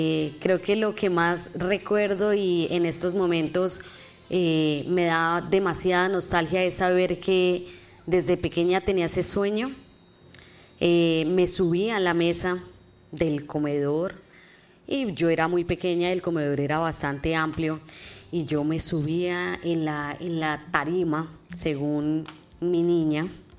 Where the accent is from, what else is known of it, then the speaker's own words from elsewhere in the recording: Boyacá, Colombia; soy boyacense y allá pues lo que más se ve es uno tener siempre su ruana, su sombrero, un traje totalmente diferente